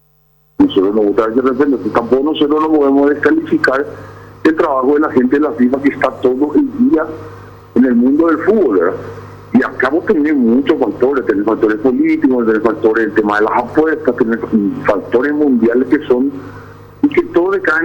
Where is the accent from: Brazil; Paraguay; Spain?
Paraguay; moved away as an adult; now in France; yo soy paraguayo, le digo, me quedo paraguayo